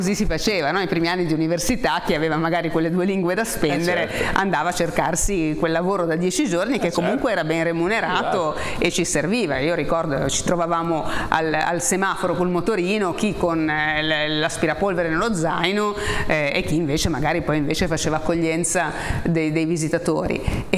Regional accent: Genoa, Liguria, Italy; Noi siamo genovesi, insomma, nel periodo del salone

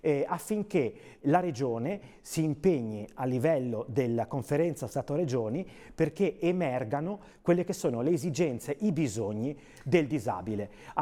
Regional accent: La Spezia, Liguria, Italy; io che vengo da Spezia e sono sindaco di Riccò del Golfo di Spezia

